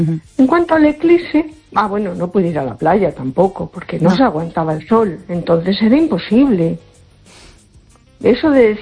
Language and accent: Spanish; A Coruña, Galicia, Spain